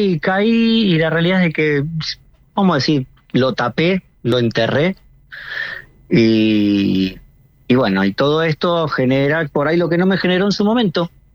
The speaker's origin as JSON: {"language": "Spanish", "region": "Buenos Aires", "country": "Argentina", "said": "Del conurbano."}